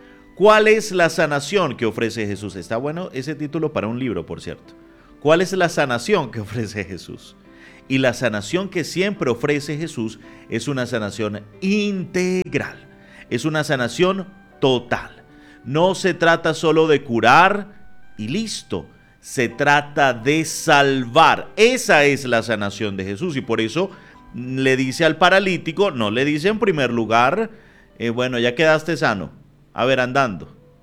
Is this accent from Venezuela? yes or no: yes; Venezuela; mi reflexión personal como venezolano, mi reflexión hacia mis hermanos venezolanos